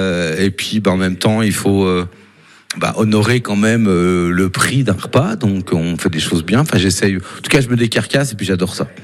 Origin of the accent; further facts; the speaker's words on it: Bourgogne-Franche-Comté, France; un bon comté parce que je suis jurassien